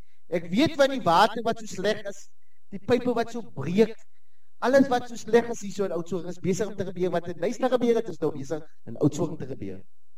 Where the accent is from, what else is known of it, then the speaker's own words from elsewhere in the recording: Hessequa, Western Cape, South Africa; Ek kom van Hessequa, maar ek het 'n bietjie te vinnig gery hier na toe